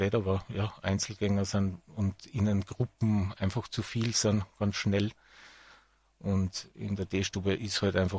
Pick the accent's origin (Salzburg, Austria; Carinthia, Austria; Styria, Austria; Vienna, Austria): Salzburg, Austria; moved away as an adult; now in Innsbruck, Austria; bin aus Salzburg nach Tirol, Innsbruck, um die Sozialakademie zu machen. Vor 30 Jahren bin ich ungefähr gekommen, seither bin ich da.